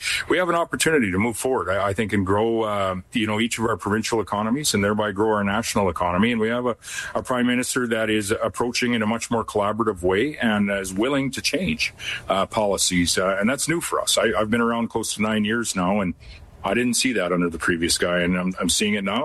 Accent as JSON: {"language": "English", "country": "Canada", "said": "I'm not Albertan, but I am a Canadian"}